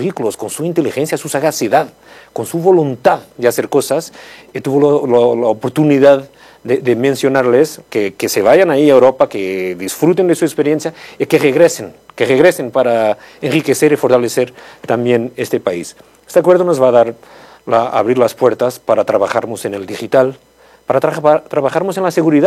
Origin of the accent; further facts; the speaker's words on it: Portugal; Hay un fado de mi país natal, Portugal, que dice que el mejor está por llegar.